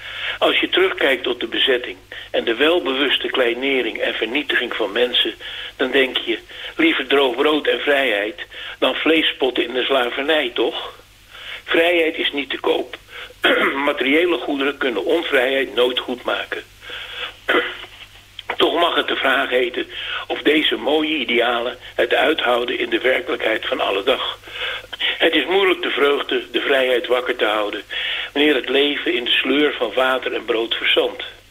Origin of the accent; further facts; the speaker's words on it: Amsterdam, North Holland, Netherlands; born there; Nu moet ik eerlijk bekennen dat ik daar als geboren Amsterdammer nog nooit geweest was.